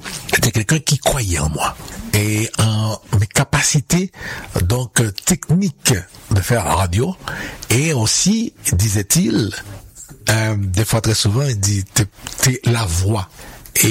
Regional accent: Haiti; Moi, je viens d'Haïti

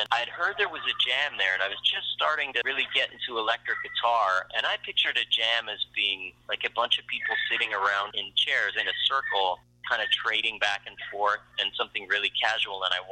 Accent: Saskatoon, Saskatchewan, Canada; growing up in Saskatchewan during the long, cold winters

